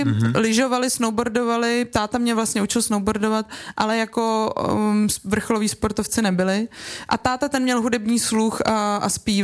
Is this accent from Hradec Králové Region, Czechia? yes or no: yes; Vrchlabí, Hradec Králové Region, Czechia; now in Prague, Czechia; jsem chodila na strážný u nás ve Vrchlabí na koně